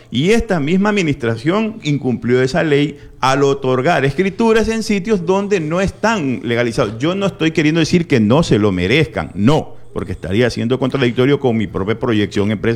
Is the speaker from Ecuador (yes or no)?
yes; Machala, El Oro, Ecuador; Max, tú y yo somos machaleños, y todos los que somos de aquí de Machala y los que vivimos aquí, viven en la ciudad de Machala